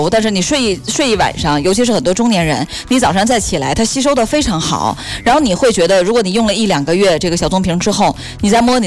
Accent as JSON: {"language": "Chinese", "region": "Northeast China", "country": "China", "tie": "born or raised there", "moved": "as an adult", "lives_now": "Fuzhou, China", "said": "我现在在福州19年，在东北18年。"}